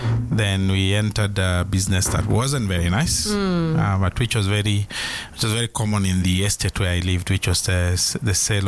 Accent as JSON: {"language": "English", "region": "Nairobi", "country": "Kenya", "tie": "born or raised there", "said": "I grew up in Ziwani, so that's right next to town."}